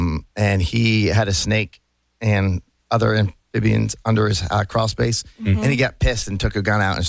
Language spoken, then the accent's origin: English; Rhode Island, United States; moved away; I'm from Rhode Island.